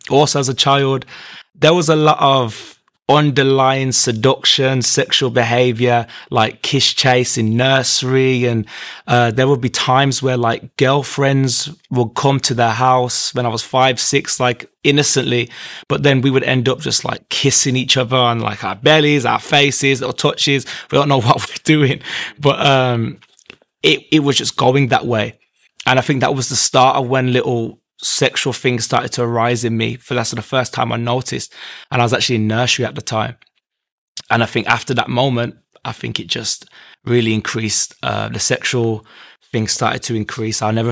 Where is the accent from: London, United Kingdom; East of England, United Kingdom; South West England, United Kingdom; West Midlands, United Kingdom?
West Midlands, United Kingdom; Birmingham; I'm 24. I'm from Birmingham, England.